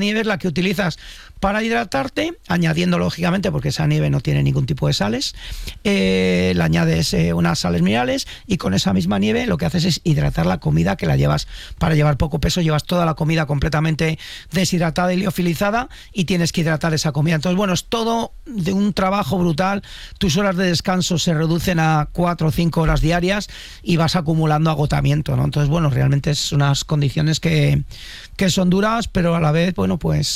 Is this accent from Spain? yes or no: yes; Íscar, Castile and León, Spain; Soy castellano y ahí nos hacemos duros.